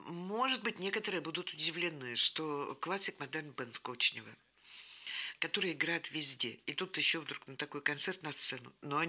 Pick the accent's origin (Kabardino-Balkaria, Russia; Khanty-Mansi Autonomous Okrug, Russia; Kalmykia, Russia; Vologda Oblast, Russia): Vologda Oblast, Russia; Vologda; also born or lived in Saint Petersburg; Я коренная вологжанка, поучилась в Питере, вернулась обратно.